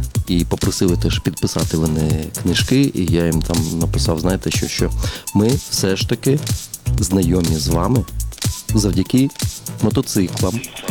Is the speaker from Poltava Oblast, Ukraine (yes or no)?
no; Kryvyi Rih, Dnipropetrovsk Oblast, Ukraine; now in Kyiv, Ukraine; Я народився і виріс в Кривому Розі, але я вже багато років живу в Києві.